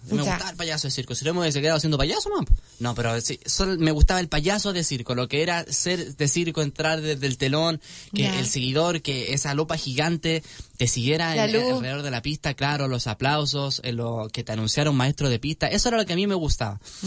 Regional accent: Chillán, Ñuble, Chile; accent: Chilean; now in Talca, Chile; Yo soy de acá, de Chillán

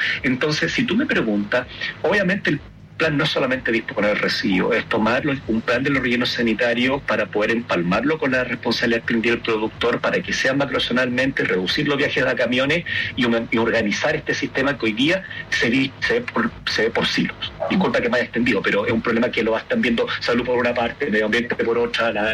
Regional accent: Iquique, Tarapacá, Chile; Te digo al tiro, yo soy de Iquique. El comportamiento de la gente de Iquique es muy distinto a el comportamiento de la gente que vive en Valdivia, o que vive en Puerto Montt

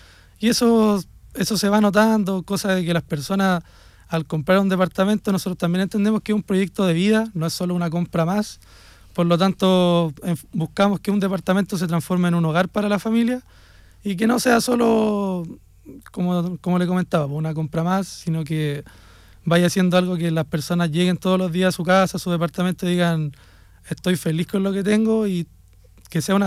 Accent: Quillota, Valparaíso, Chile; also born or lived in Viña del Mar; nacido y criado en Quillota. Personalmente yo tengo 25 años y he pasado gran parte de mi vida acá en la zona.

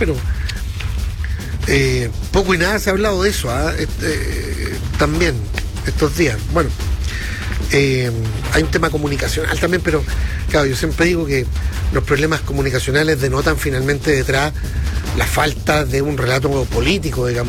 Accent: Chile; pero somos racistas los chilenos, ¿no?

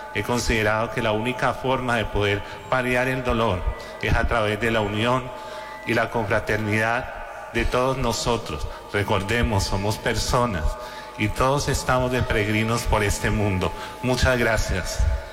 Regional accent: Colombia; moved away as an adult; now in Aysén, Chile; Yo soy colombiano

